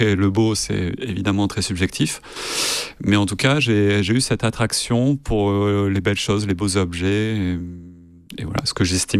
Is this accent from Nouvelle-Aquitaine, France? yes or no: no; Volvic, Auvergne-Rhône-Alpes, France; moved away; je suis né en Auvergne, à Volvic. Et c'est vrai que je suis donc né très très très loin de la mer, des océans, en tout cas de très loin d'où je suis aujourd'hui. Donc il faut s'imaginer une enfance à la campagne, dans un petit village.